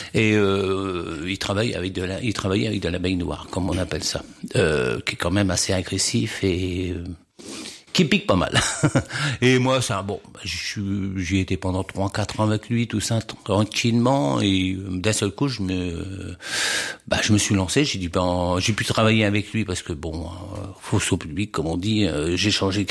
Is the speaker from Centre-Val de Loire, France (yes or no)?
yes; Chartres, Centre-Val de Loire, France; Oui, je suis originaire de Chartres.